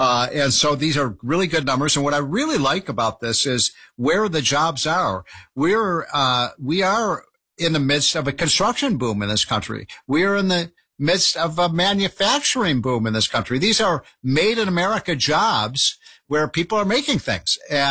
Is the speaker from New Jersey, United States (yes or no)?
no; Chicago, Illinois, United States; I'm a Chicagoan